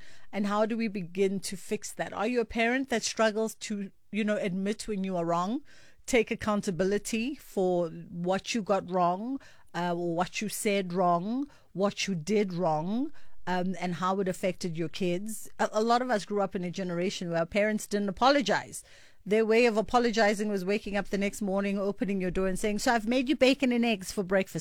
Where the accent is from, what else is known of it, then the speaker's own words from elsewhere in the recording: South Africa; what a way to wake up as a South African this morning.